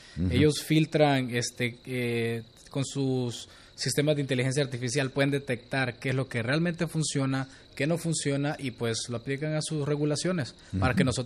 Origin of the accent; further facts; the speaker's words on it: Chalatenango, El Salvador; moved away; Soy de Chalatenango, El Salvador